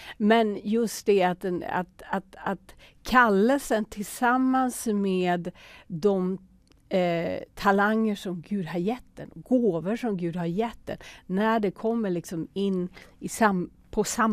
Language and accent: Swedish; Södertälje, Stockholm County, Sweden; Jag kommer ju från Södertälje då, som är söder om Stockholm.